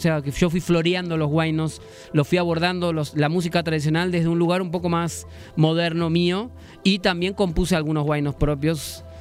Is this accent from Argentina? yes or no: yes; Buenos Aires, Argentina; moved away as an adult; now in Mexico; yo soy originario de Buenos Aires, de Argentina. Vivo aquí en México hace ya como unos 7 años. Vengo a México desde hace como 12. Y yo soy músico de música latinoamericana.